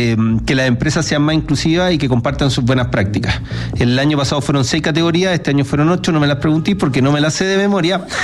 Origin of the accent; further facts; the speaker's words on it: Viña del Mar, Valparaíso, Chile; yo soy de Iña.